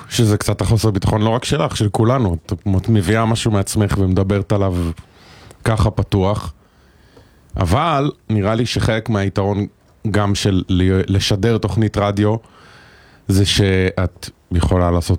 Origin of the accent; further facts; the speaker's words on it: Kiryat Tivon, Northern District, Israel; אני בטבעון